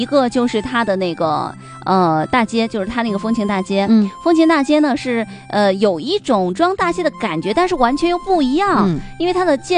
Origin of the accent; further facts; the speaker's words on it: Northeast China, China; 因为对于我们东北人来说，其实俄式的东西咱们并不陌生。